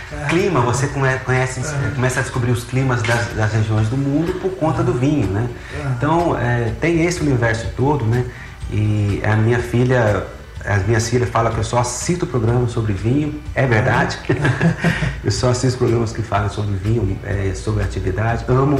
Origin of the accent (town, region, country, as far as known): Catalão, Goiás, Brazil; born there; moved away as an adult; now in Brasília, Brazil